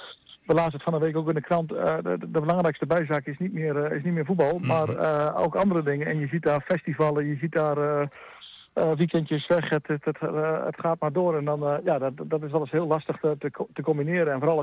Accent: Oene, Gelderland, Netherlands; moved away; Ik kom zelf oorspronkelijk uit Oenen.

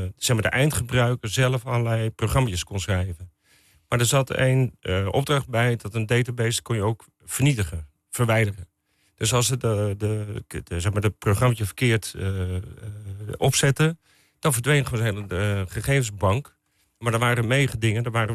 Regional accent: Bloemendaal, North Holland, Netherlands; born there; also born or lived in Hillegom / Badhoevedorp / Zandvoort; Ik ben geboren in Bloemendaal, maar mijn ouders die waren vrij onrustig. Dus van Bloemendaal zijn we naar Hillegom gegaan. Van Hillegom zijn we naar Bad Verdorp gegaan.

